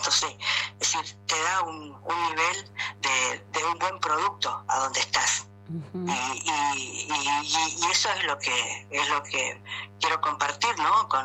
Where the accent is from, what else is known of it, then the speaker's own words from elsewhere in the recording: Zapala, Neuquén, Argentina; soy la única de acá, soy la única de Zapala